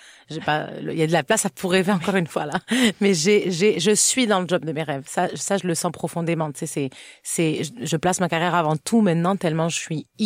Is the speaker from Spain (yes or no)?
no; France; now in Canada; je suis une Française qui parle du Québec à la télé